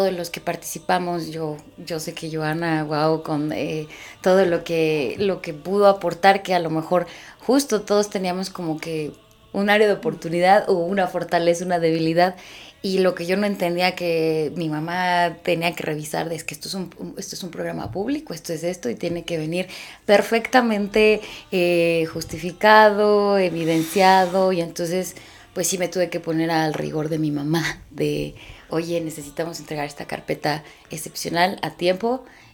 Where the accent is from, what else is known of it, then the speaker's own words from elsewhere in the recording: Teziutlán, Puebla, Mexico; born there; moved away; also born or lived in the city (likely Mexico City); amo ser teziuteca, que me hace sentirme orgullosa de mi pueblo, de haber nacido ahí, aunque pues obviamente también viví en la ciudad, pero está el comparativo de que aquí es mi hogar, ¿no?